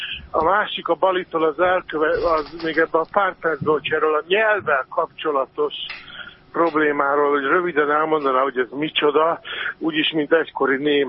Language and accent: Hungarian; Hungary